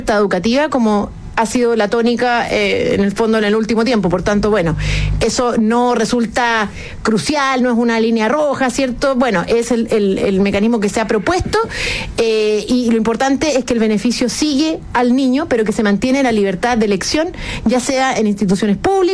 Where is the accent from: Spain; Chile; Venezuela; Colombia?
Chile; nos convoca a todos como chilenos